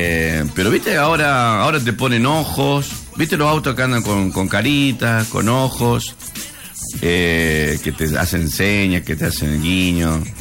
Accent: Campo Santo, Salta, Argentina; moved away as an adult; now in Salta, Argentina; yo me vine hace muchísimos años de mi pueblo ya. Tengo más años vivido en Capital que los que tengo de haber vivido en mi pueblo. Yo me vine a los 20 años exactamente a Salta Capital

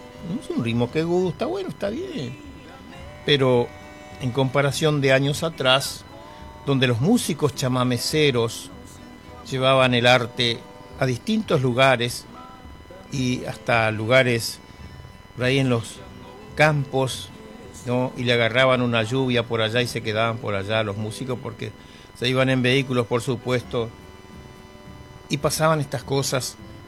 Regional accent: Buenos Aires, Argentina; also born or lived in Chaco; now in Ushuaia, Argentina; mi padre era correntino, yo soy chaqueño. Y por supuesto, criado en Buenos Aires, o mal criado en Buenos Aires, ¿no? Y bien criado acá en Ushuaia, por supuesto, gracias a Dios.

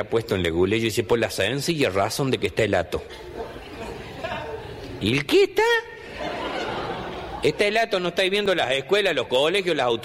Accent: Chaco, Argentina

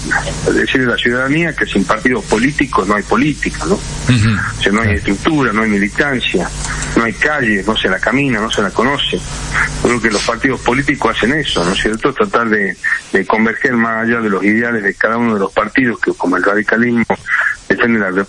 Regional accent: Rosario de la Frontera, Salta, Argentina; Yo soy del interior, yo soy de Rosario de la Frontera

